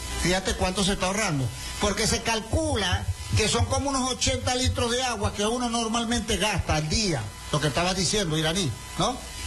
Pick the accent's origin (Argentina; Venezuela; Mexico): Venezuela; Yo le agradezco mucho la solidaridad, porque así somos los venezolanos, somos solidarios.